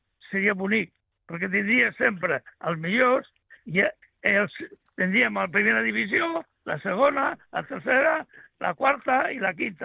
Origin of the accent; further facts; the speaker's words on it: Sitges, Catalonia, Spain; Però jo he nascut a Sitges.